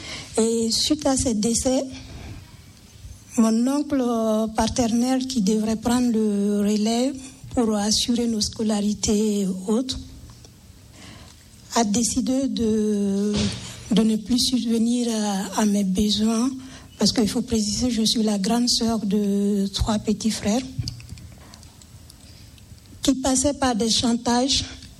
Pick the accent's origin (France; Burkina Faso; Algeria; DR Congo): Burkina Faso; Je viens de Burkina Faso. Je suis musulmane de naissance. Et je viens d'une famille très, très religieuse dans l'islam.